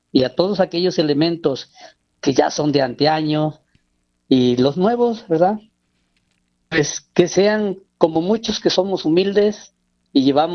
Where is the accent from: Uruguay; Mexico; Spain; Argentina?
Mexico; Paso de Ovejas, Veracruz; Yo soy del municipio de Paso de Ovejas, de Veracruz